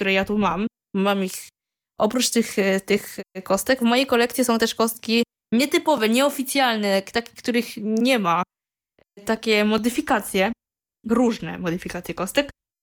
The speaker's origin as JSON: {"language": "Polish", "town": "Warsaw", "region": "Masovian Voivodeship", "country": "Poland", "tie": "born there", "said": "Mieszkam tutaj w Warszawie sobie w centrum i co tam jeszcze? Ja jestem Polką, tylko moi rodzice są Wietnamczykami i urodziłam się tutaj w Polsce, dlatego też mój polski język też no, nie jest na złym poziomie. Wietnamski jest na złym, ale jest jakiś taki."}